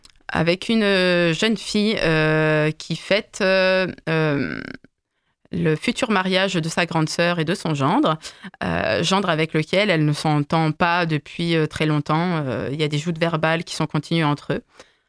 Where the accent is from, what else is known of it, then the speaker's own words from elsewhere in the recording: France; accent: French; Non, j'ai mon petit accent français.